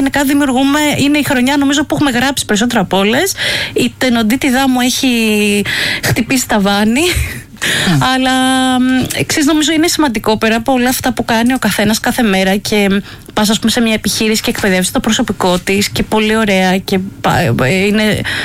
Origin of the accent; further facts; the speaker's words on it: Glyfada, Attica, Greece; also born or lived in Faliro / Alimos; Μεγάλωσα κυρίως στα νότια προάστια γενικά. Γεννήθηκα στο Φάλιρο, μετά βρέθηκα για λίγο στον Άλιμο, μετά κατέληξα στην Κλειφάδα για καμιά 25 χρόνια. Είμαι των νοτίων γενικά παιδί.